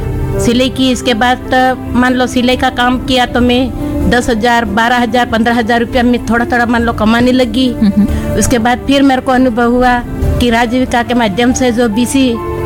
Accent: Amlipada, Rajasthan, India; और मैं गांव अमलीपाड़ा से हूँ, ब्लॉक सज्जनगढ़ से हूँ।

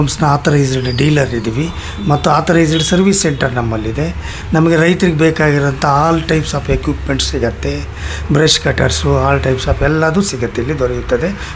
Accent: Shivamogga, Karnataka, India; ನಾವು ಶಿವಮೊಗ್ಗದಲ್ಲೇ ಹುಟ್ಟಿ ಬೆಳೆದಿದ್ದು, ಓದಿದ್ದು ಬಂದು DVS ಕಾಲೇಜಲ್ಲಿ. ಇಲ್ಲಿ ಬಂದು 25 ವರ್ಷದಿಂದ ಇದೇ ಬಿಸ್ನೆಸ್ ಅನ್ನು ಮಾಡ್ಕೊಂಡ್ಬಂದಿದ್ದೀವಿ.

